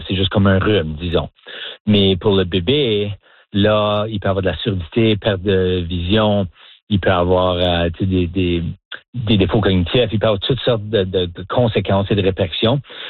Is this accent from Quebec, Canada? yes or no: no; Marchand, Manitoba, Canada; now in Saint-Boniface, Canada; Moi, je suis Manitobain, franco-manitobain. Alors, originaire de Marchand, dans le coin sud-est, puis là, j'habite à Saint-Boniface.